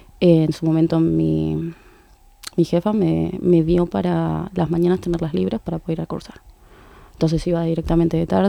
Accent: Argentina; moved away as an adult; now in Galicia, Spain; yo soy argentina, estoy acá en Galicia hace casi 3 años. Vine en principio para estudiar

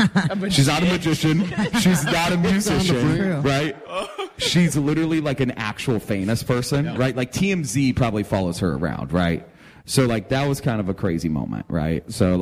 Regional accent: Atlanta, Georgia, United States; And like, and for us growing up in Atlanta, I mean, they're one of the legends, you know?

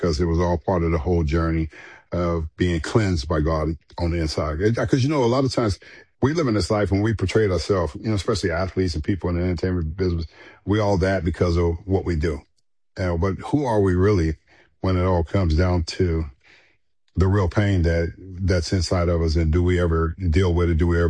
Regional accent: Los Angeles, California, United States; Most of the time, it was growing up in South Central, Crenshaw High

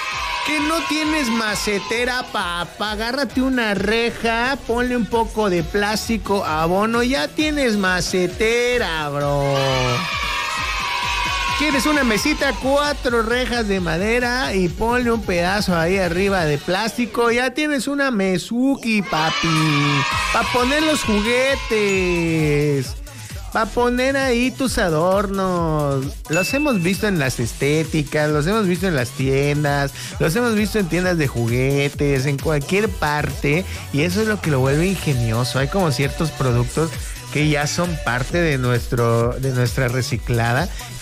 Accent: Mexico; ¿Qué otras cosas como mexicanos alguna vez has tenido la suerte u oportunidad de ver que lo reciclamos? Y es que somos bastante ingeniosos, es la neta, es la verdad.

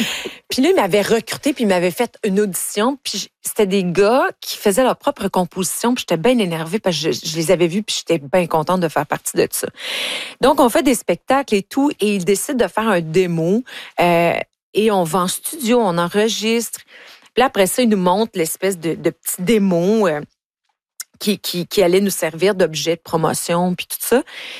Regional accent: Ontario, Canada; parce que moi, je viens de l'Ontario.

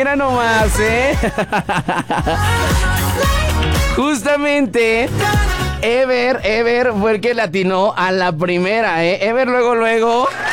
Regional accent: Morelia, Michoacán, Mexico; now in Pachuca, Mexico; Yo soy de Morelia.

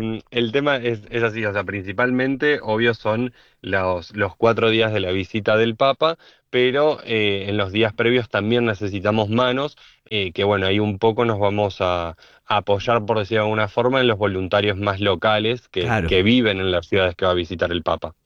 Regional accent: Mar del Plata, Buenos Aires Province, Argentina; en mi caso, que yo soy de Mar del Plata y quiero servir en Buenos Aires

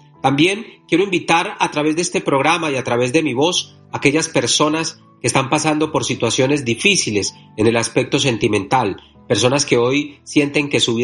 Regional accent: Catemaco, Veracruz, Mexico; de quienes … Yo soy el curandero de Catemaco, Veracruz

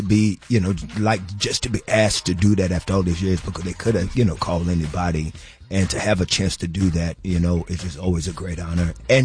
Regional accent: Fort Worth, Texas, United States; I'm from Fort Worth, Texas, you know, raised on government cheese.

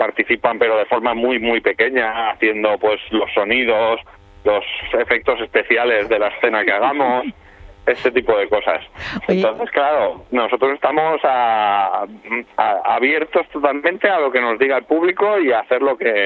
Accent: Valencia, Valencian Community, Spain; Yo soy de Valencia

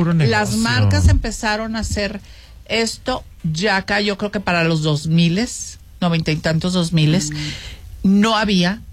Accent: Mexico; la economía de nosotros como mexicanos

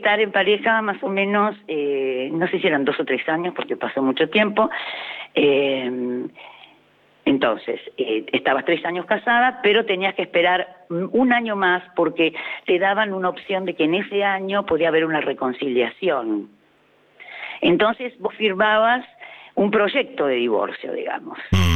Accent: Buenos Aires Province, Argentina; soy de la provincia

